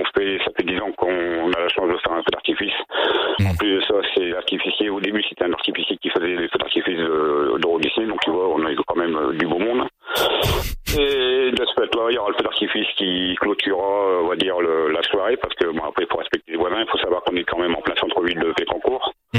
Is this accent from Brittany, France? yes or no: no; Hauts-de-France, France; parce qu'on est du Nord … parce qu'on est tous des routiers.